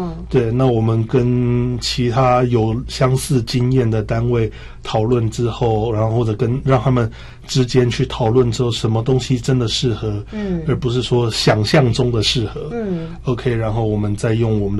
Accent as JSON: {"language": "Chinese", "country": "Taiwan", "said": "要不然的话，我们台湾人尤其公庙"}